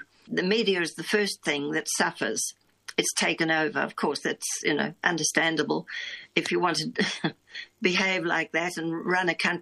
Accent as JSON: {"language": "English", "country": "New Zealand", "tie": "born or raised there", "also_born_or_lived": "England", "moved": "as an adult", "lives_now": "Australia", "said": "I'm a New Zealander. I was born in England, but my parents were New Zealanders and they were there temporarily. Born in England and then went to New Zealand when with back to a New Zealand. I'm a fifth generation New Zealander when I was one and grew up in New Zealand and came here when I was 23 to study music."}